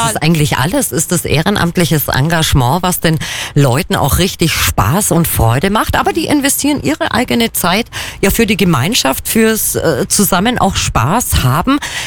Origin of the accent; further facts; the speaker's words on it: Kempten, Bavaria, Germany; Und ich als gebürtige Kempnerin habe natürlich in der Stadt Kempten jede Menge Möglichkeiten